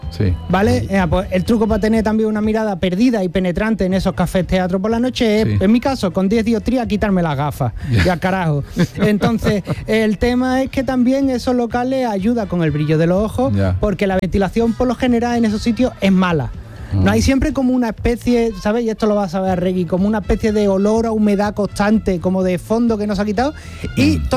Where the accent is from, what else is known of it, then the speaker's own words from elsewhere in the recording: Jerez de la Frontera, Andalusia, Spain; now in San Juan de Aznalfarache, Spain; Porque soy padre primerizo y San Juan de Aznafarache está muy lejos de Jerez de la frontera cuando tiene un niño de un año.